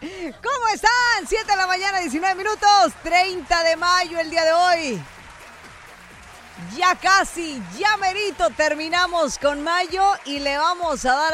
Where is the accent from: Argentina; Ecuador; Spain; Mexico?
Mexico; somos mexicanos